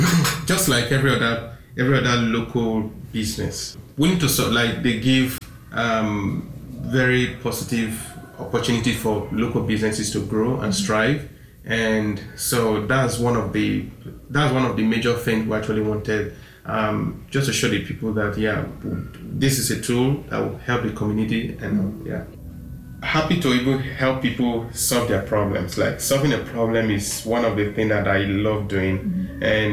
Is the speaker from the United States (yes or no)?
no; Nigeria; moved away as an adult; my home country, Nigeria.